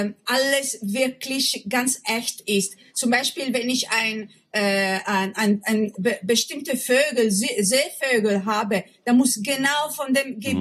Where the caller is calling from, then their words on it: Cagliari, Sardinia, Italy; Ich bin in Cagliari, Sardinien.